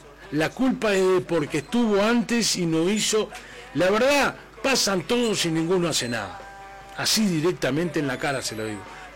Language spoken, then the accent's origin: Spanish; Uruguay; como uruguayo le digo, no como comunicador